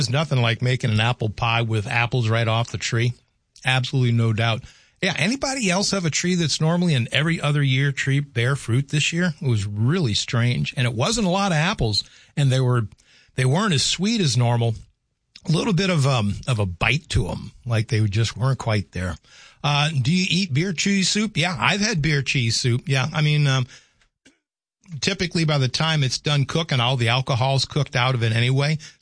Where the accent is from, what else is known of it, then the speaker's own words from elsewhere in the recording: the South, United States; I'm from the South as well. Virginia, North Carolina gas stations, you could get hot soup.